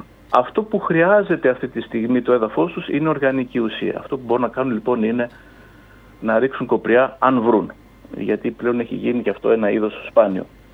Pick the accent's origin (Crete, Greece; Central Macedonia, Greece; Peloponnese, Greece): Crete, Greece; Έχουμε αυτή τη στιγμή στην Κρήτη, την πατρίδα μου, στα Χανιά, στις Άνω Βούβες, ένα δέντρο